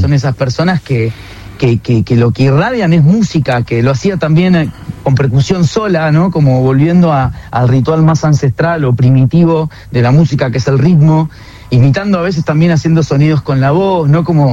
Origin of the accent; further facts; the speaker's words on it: Buenos Aires, Argentina; la influencia de que también, como porteños, hay que decir que tomamos de los folclores, ¿no?